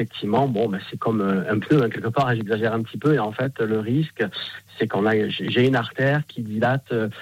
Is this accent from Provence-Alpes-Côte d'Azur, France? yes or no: yes; Marseille, Provence-Alpes-Côte d'Azur, France; Je suis de Marseille.